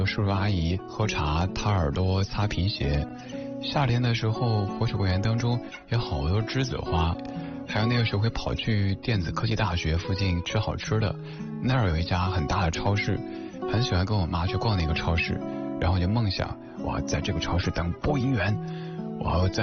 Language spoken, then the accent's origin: Chinese; Chengdu, Sichuan, China; 我的家乡成都冬天其实不温暖，虽然说是一个南方城市，但是冬天是湿冷的感觉。